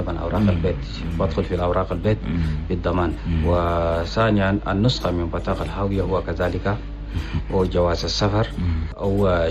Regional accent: Chad; عندنا في تشاد

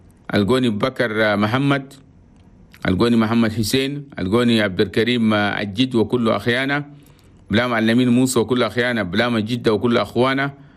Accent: Chad; أنا بلدنا تشاد بلدتو ما نقول لكم صباح الخير من الإذاعة الوطنية التشادي

